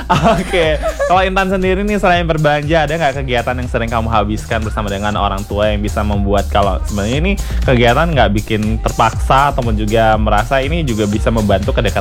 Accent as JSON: {"language": "Indonesian", "town": "Bangli", "region": "Bali", "country": "Indonesia", "tie": "born or raised there", "said": "Itu ya. Ini kegiatannya menarik banget ya, ada di kampung aku di Bangley."}